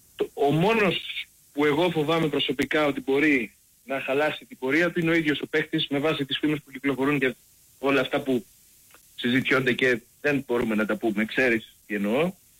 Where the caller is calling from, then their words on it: Vyronas, Attica, Greece; από Βίρονα.